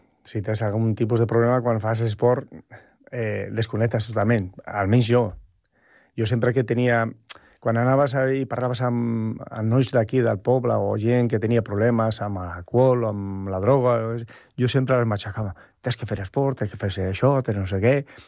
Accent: Galicia, Spain; Sí, al meu poble

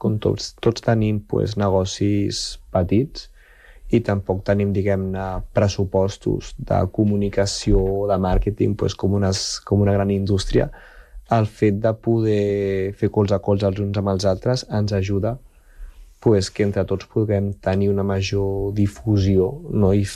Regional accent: Barcelona, Catalonia, Spain; moved away as an adult; also born or lived in Peru; jo soc de Barcelona, però vaig viure durant molts anys al Perú

